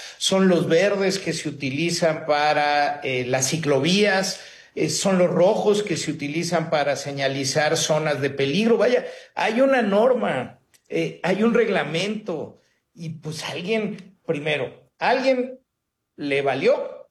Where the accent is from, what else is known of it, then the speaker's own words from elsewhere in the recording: Mexico City, Mexico; Sí necesitamos como chilangos pues alzar la voz, porque pues aquí vivimos todos y aquí vamos a seguir viviendo.